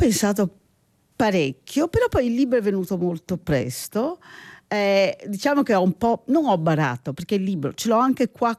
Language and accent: Italian; Genoa, Liguria, Italy; moved away as an adult; also born or lived in London; sono di Genova e in questo momento credo che si senta di più, perché nei giorni scorsi, ormai sono più di 30 anni che non abito a Genova, però ci vado spesso, è una città che amo moltissimo